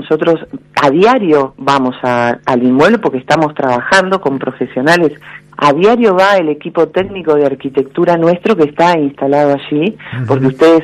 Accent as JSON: {"language": "Spanish", "town": "Rosario", "region": "Santa Fe", "country": "Argentina", "said": "yo que soy de Rosario"}